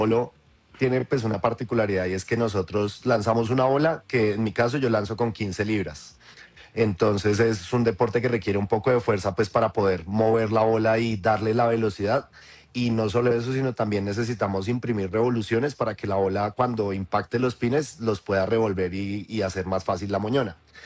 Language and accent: Spanish; Bogotá, Colombia; yo que soy de Bogotá